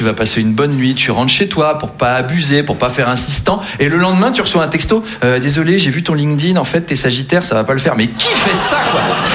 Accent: Versailles, Île-de-France, France; born or raised there

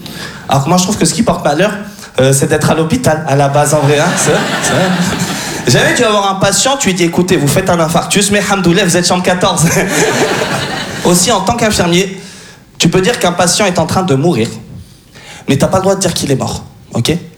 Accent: France; j'ai 28 ans, d'accord. Je suis français d'origine tunisienne.

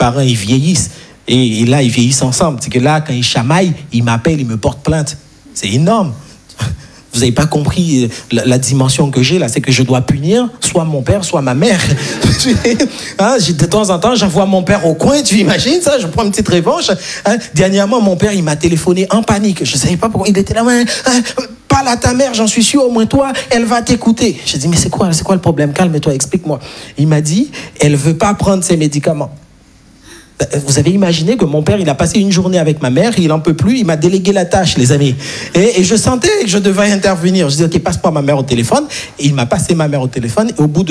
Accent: Haiti; moved away as an adult; now in Paris, France; je suis né et grandi en Haïti

